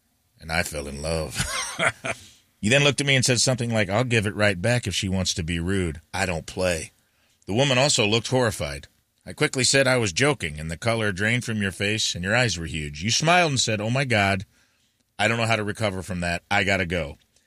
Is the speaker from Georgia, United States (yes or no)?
no; California, United States; now in ?; I'm Korean American. I take pretty good care of myself, work out, and stay in shape. I'm from the Bay Area